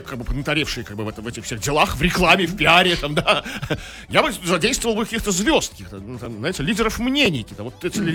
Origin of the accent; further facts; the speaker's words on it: Saint Petersburg, Russia; Я как сам ленинградец